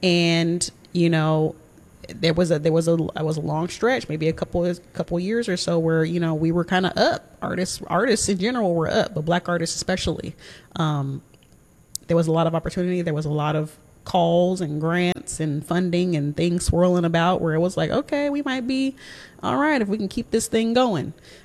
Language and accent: English; Seattle, Washington, United States; I'm from Seattle.